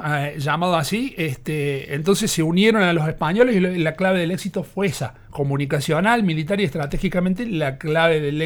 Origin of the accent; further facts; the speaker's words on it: Mendoza, Argentina; que llega incluso hasta las tierras mendocinas nuestras